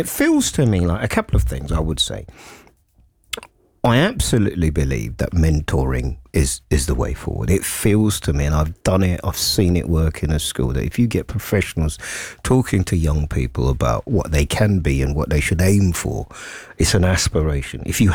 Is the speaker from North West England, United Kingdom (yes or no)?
no; London, United Kingdom; I'm a parent and I'm a Londoner